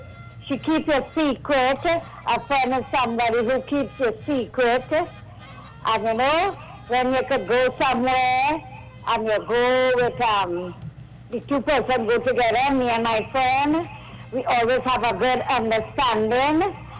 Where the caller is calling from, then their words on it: Curepe, Trinidad & Tobago; I am calling from Curep.